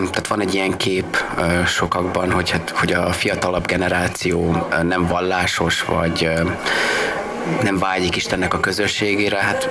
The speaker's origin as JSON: {"language": "Hungarian", "region": "Satu Mare County", "country": "Romania", "moved": "as an adult", "lives_now": "Melbourne, Australia", "said": "Tavaly januárban érkeztünk, mi Erdélyből, pontosabban Párciumból érkeztünk, a határ menti területekről, Szatmár megyéből származunk mind a ketten, én is és a feleségem"}